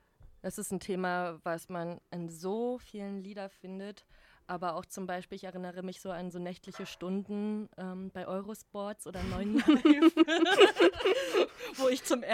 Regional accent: Neubrandenburg, Mecklenburg-Vorpommern, Germany; also in der Stadt, wo ich aufgewachsen bin, in Neubrandenburg, NB Represent

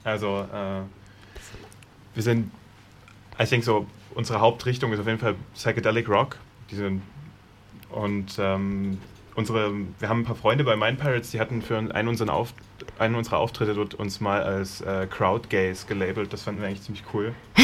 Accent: Dresden, Saxony, Germany; now in Berlin, Germany; Ich komme aus Dresden, also gar nicht von so weit weg. Und bin vor knapp 3 Jahren nach Berlin gezogen.

